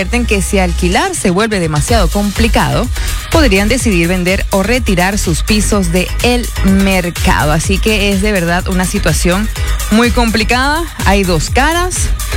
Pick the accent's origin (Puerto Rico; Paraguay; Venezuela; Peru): Venezuela; now in Spain; Se vivió también en mi país, en Venezuela